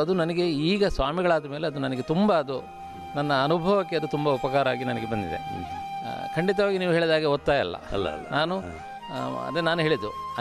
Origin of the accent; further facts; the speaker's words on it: Karnataka, India; ನಾನು ಹುಟ್ಟಿ ಬೆಳೆದದ್ದು ಇಲ್ಲಿ, ನನ್ನ ವಿದ್ಯಾಭ್ಯಾಸ ಆದದ್ದು ಇಲ್ಲಿ ಸರ್ಕಾರಿ ಶಾಲೆ ಮತ್ತು ನಮ್ಮದೇ ಆದಂಥ ಕನ್ನಡ ಮಾಧ್ಯಮ ಶಾಲೆಯಲ್ಲಿ.